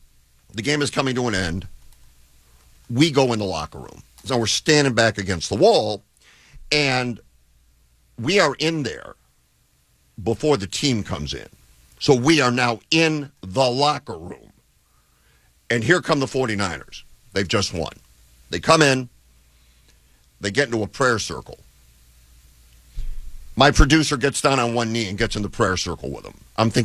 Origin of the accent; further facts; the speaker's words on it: Los Angeles, California, United States; Again, we're from Los Angeles.